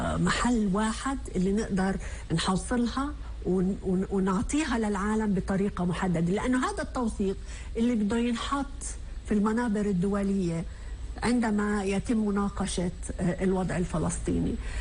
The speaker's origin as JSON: {"language": "Arabic", "country": "Palestine", "said": "لو إحنا شعب فلسطيني"}